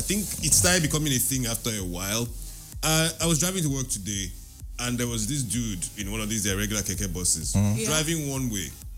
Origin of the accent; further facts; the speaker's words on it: Nigeria; We like to justify.